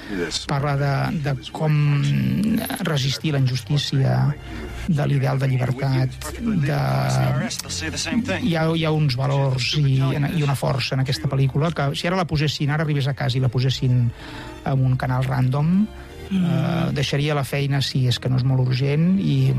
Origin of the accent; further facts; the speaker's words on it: Catalonia, Spain; first language Catalan; voldria ser un català normal sense haver d'estar cada dia defensant la meva llengua, que està qüestionada